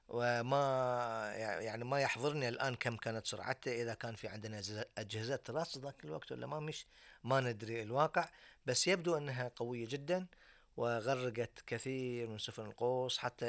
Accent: Bahrain; احنا نسميها معروفة عندنا في البحرين.

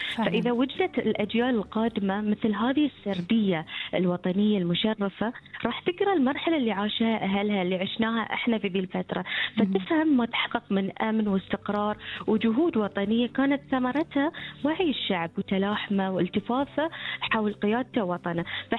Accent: Bahrain; اللي نتميز فيه إحنا كبحرينيين

